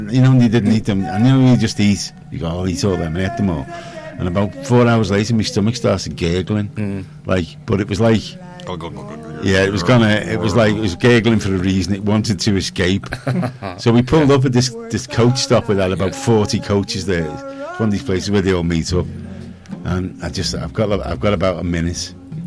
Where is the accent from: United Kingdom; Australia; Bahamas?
United Kingdom; England; I'm English.